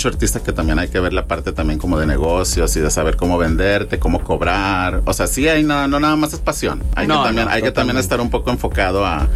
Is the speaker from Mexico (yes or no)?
yes; Sonora, Mexico; moved away as an adult; now in Monterrey, Mexico; yo soy de Sonora